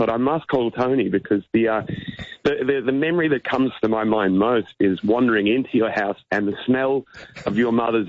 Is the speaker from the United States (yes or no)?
no; Mildura, Victoria, Australia; born there; I actually went to primary school at Mildura West Primary